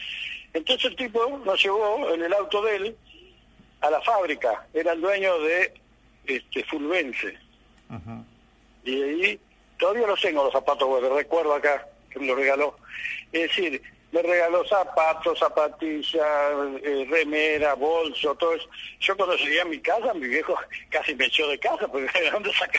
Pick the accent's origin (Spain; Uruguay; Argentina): Argentina; Entre Ríos; Nosotros somos de Entre Ríos